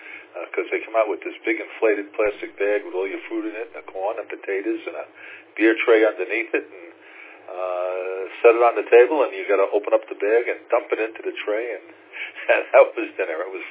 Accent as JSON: {"language": "English", "town": "New York City", "region": "New York", "country": "United States", "tie": "born or raised there", "said": "Growing up in New York City, of course, that was a mecca for having cars broken into, depending on the neighborhoods that you lived in."}